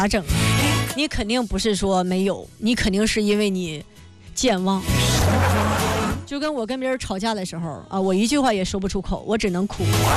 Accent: Gaocheng, Hebei, China; accent: Gaocheng accent; 那是不是有可能我就是藁城人？我如果不是藁城人，我怎么能有那么浓重的藁城口音？

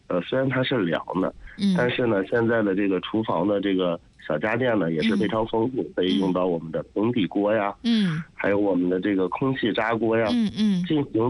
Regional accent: Baoding, Hebei, China; 我是这个保定的这个土生土长的一个孩子，我们从小呢就在这个保定古城长大

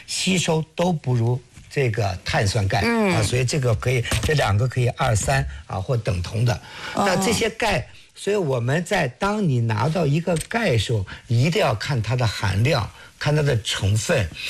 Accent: China

